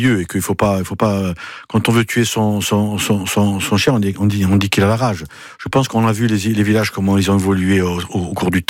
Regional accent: Corsica, France; chez nous en Haute-Corse

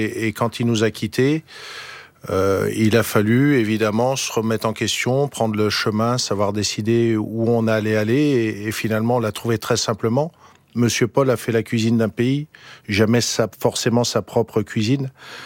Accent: Lyon, Auvergne-Rhône-Alpes, France; Moi, je suis lyonnais.

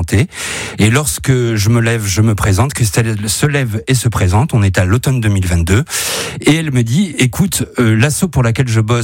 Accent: Hauts-de-France, France; now in Vaison-la-Romaine, France; Je suis un ch'ti, je suis comédien

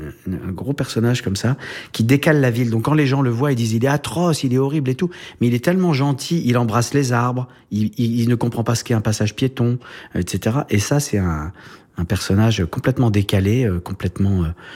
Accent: Grand Est, France; also born or lived in Saint-Dizier; j'ai grandi, je suis né en Champagne, à Saint-Dizier, mais c'est le seul endroit en Champagne où on fait pas de champagne. Et ensuite, j'ai grandi dans les Vosges, mais c'est la plaine des Vosges, il n'y a pas la montagne.

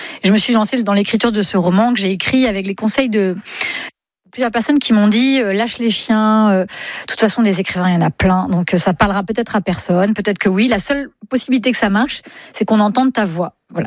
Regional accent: Île-de-France, France; Je suis francilienne, ouais.

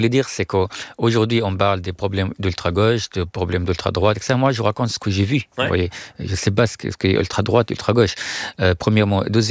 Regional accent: Syria; je viens de la Syrie, ça c'est le Liban, ça c'est Israël.

